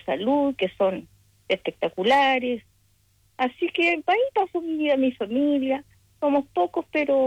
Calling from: Coyhaique, Aysén, Chile; De acá, de Coyhaique.

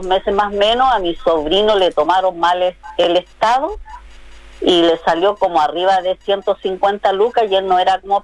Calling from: Illapel, Coquimbo, Chile; nosotros los yapelinos

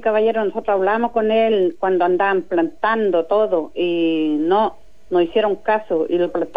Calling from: Quepe, Araucanía, Chile; Si yo no vivo en Quepe, en el mismo pueblo Quepe, yo vivo en el campo.

